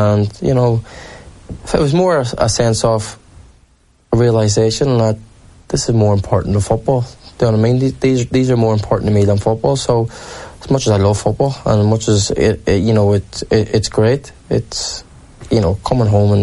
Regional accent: Derry, Northern Ireland, United Kingdom; born or raised there

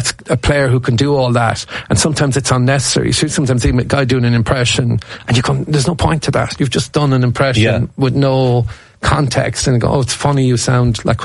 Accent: Ireland; They have to know I'm Irish.

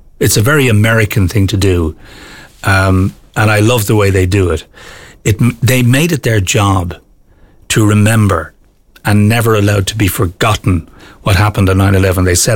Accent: Ireland; the Irish people

